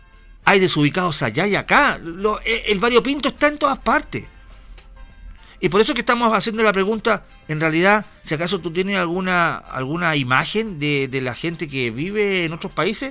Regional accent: Chile; nos corresponde como chilenos

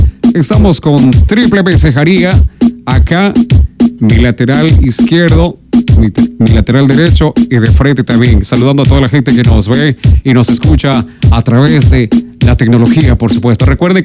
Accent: Ecuador; Pero aquí nosotros, salud, ecuatorianamente hablando, decimos así, ¿no?

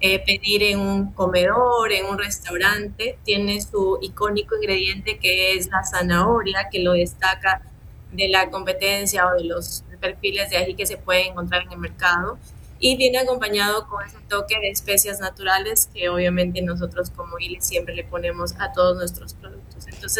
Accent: Ecuador

